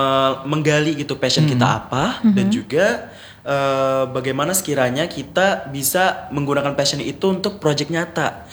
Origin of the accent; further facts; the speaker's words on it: Tenggarong, East Kalimantan, Indonesia; Karena aku dari awal SMA, aku merantau. Aku aslinya orang Tenggarong, Kak.